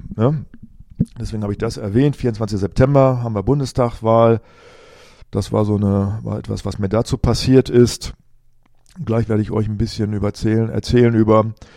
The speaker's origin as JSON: {"language": "German", "country": "Germany"}